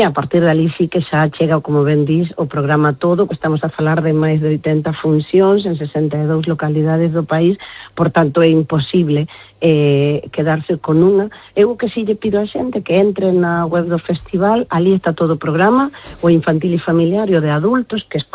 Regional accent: Uruguay; now in Galicia, Spain; eu son de Uruguai

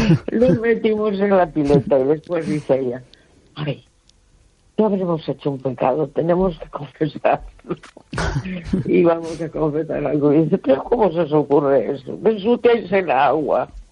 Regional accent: A Coruña, Galicia, Spain

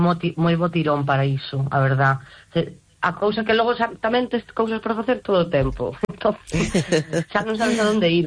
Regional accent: Argentina; veño da Argentina, logo Sam ven de Manchester, Borja ven do País Vasco

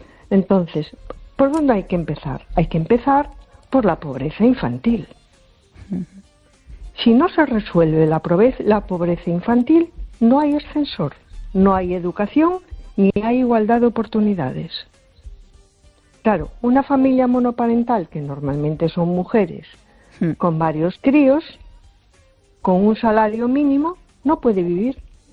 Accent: A Coruña, Galicia, Spain

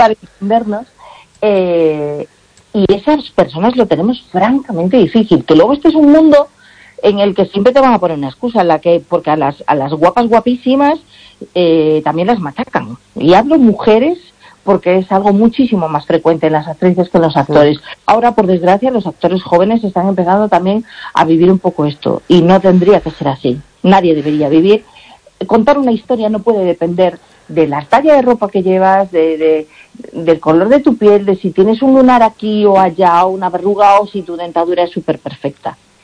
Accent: Galicia, Spain; aquí, y nací aquí, y toda mi vida la he hecho aquí, ¿no? Y entonces, pues en ese sentido es como me siento muy gallega.

